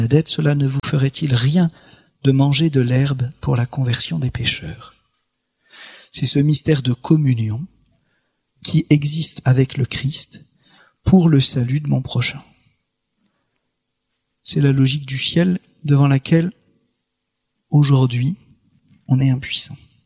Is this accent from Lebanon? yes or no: no; France; on est français en plus d'être chrétien